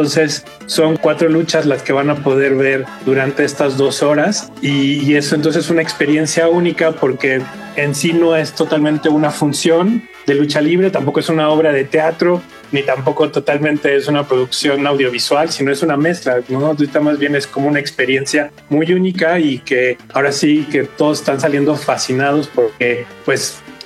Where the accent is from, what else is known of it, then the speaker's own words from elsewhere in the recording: Mexico; importantes para la cultura mexicana y que nos representan muy bien ante todo el mundo y que nos orgullece como mexicanos